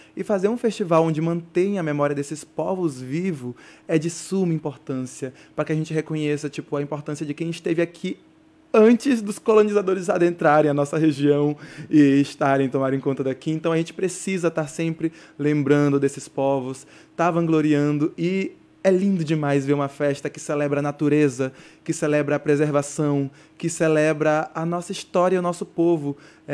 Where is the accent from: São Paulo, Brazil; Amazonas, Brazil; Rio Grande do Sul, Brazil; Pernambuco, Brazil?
Amazonas, Brazil; moved away as an adult; Depois que eu saí do Amazonas, eu me entendi muito mais amazonense.